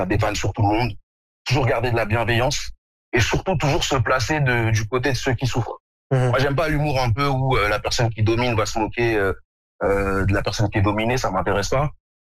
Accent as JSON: {"language": "French", "country": "Morocco", "said": "Dès que je leur dis que je suis Marocain, ils me regardent deux secondes"}